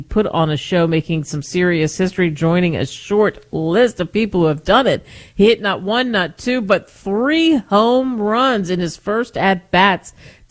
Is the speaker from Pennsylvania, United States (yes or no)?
yes; Philadelphia, Pennsylvania, United States; I'm from Philly.